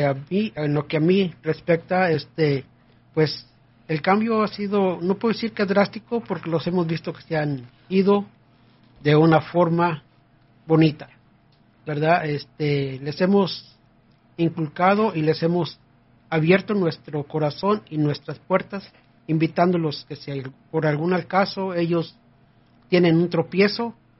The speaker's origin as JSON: {"language": "Spanish", "region": "Michoacán", "country": "Mexico", "said": "Tenemos también somos del estado de Michoacán, tenemos 34 años de casados"}